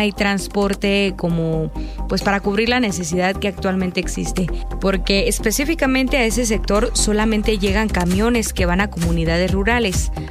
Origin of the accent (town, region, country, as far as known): Mexico